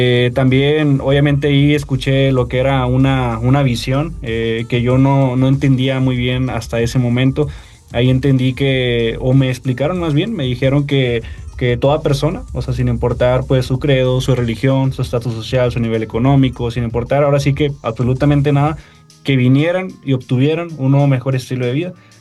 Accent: Reynosa, Tamaulipas, Mexico; Yo soy de Reynosa, Tamaulipas, la región Noreste 2, se le denomina.

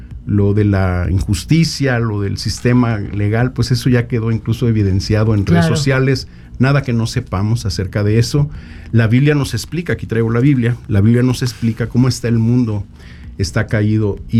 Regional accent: Tabasco, Mexico; moved away as an adult; now in San Luis Potosí, Mexico; Yo me crié en una casa donde yo lo llamaría light en Tabasco. Yo no soy potosino, yo llegué aquí en 2019 a trabajar. Yo llegué a trabajar aquí y yo me crié en una casa católica light

